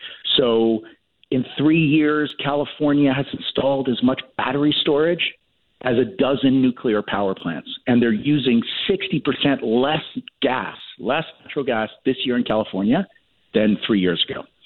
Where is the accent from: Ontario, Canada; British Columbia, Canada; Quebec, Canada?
British Columbia, Canada; I'm a British Columbian through and through, so it's good to be home at least on the radio.